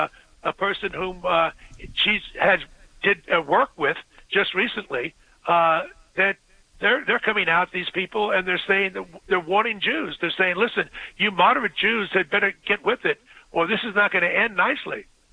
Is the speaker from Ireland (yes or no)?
yes; Ireland; Look, I'm Irish, but that doesn't mean I'm going to defend the IRA when they're involved in terrorist activity. I'll condemn my own people.